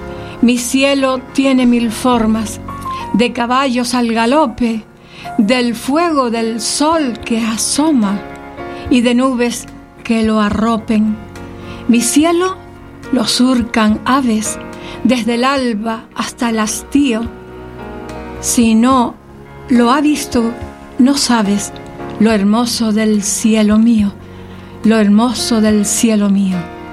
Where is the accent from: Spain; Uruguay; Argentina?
Spain; Canary Islands